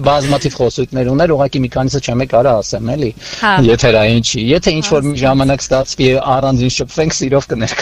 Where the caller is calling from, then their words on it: Yerevan, Armenia; Երևանից եմ